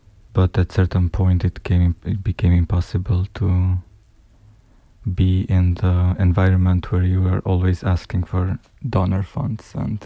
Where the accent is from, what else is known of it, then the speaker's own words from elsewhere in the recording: Kosovo; moved away as an adult; now in Zurich, Switzerland; I come from Kosovo. And since almost 3 years now, I'm based in Zurich